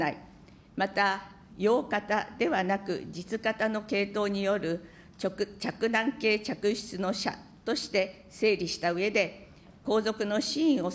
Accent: Fukui, Japan; 私のふるさと福井には第26代慶太天皇の大きな石像がございました。幼い頃は福井から天皇と不思議に思っていました。

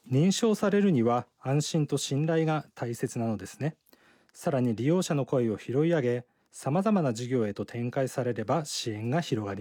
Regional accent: Yamanashi, Japan; 私も山梨出身なんですが

